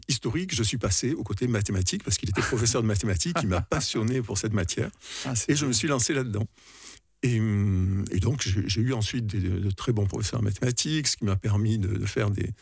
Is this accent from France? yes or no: yes; Alès, Occitanie, France; born there; Alors je suis né à Alès, dans une famille qui est à la fois protestante et sévenol.